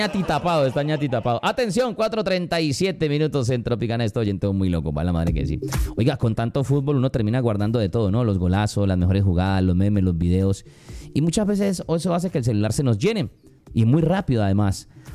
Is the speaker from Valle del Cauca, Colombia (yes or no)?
yes; Cali, Valle del Cauca, Colombia